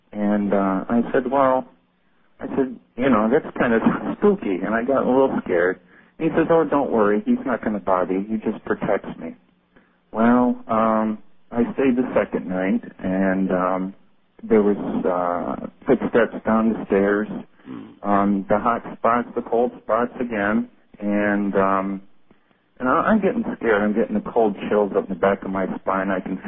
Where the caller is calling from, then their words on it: Syracuse, New York, United States; from Syracuse, New York.